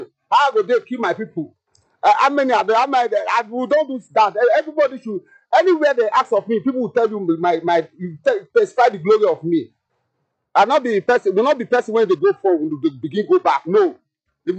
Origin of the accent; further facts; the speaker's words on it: Kaduna, Kaduna State, Nigeria; I'm a full Nigerian, I'm a full born of Nigeria. My father is a soldier. I grew up in the barrack, Kaduna barrack, I was born in Kaduna.